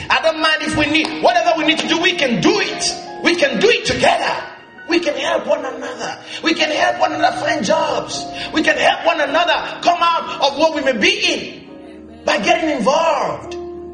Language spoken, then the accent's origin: English; Lesotho; You know, I'm from Lesotho.